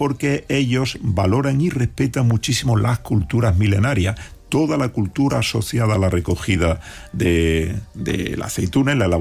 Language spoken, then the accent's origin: Spanish; Andalusia, Spain; cuando vienen a mi tierra amigos de fuera de Andalucía, una de las primeras cosas que hago yo es, en un plato, echo un chorro de aceite y mojar pan